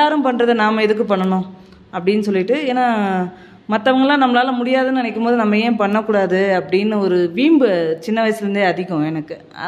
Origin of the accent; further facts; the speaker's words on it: Ayyangarkulam, Tamil Nadu, India; moved away as an adult; also born or lived in Kanchipuram; திரும்ப காஞ்சிபுரத்தில் 11வது சேர்ந்துட்டு ஒரு 3 மாதங்கள் படிச்சுட்டு திரும்ப நான் படித்த பக்கத்தில் ஐயங்கார்குளம்ன்ற ஒரு ஊரில் படித்தேன், அந்த ஊருக்கே திரும்ப வந்துட்டேன்.